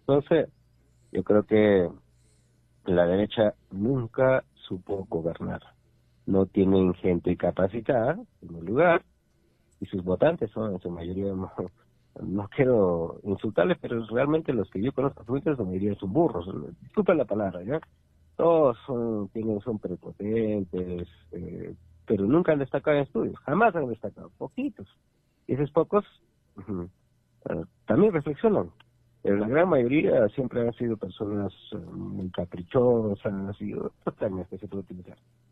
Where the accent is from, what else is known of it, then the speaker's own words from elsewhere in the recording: Peru; No tienen idea que nosotros como peruanos tenemos, no dependeríamos en este caso al 100% de todo el vaivén internacional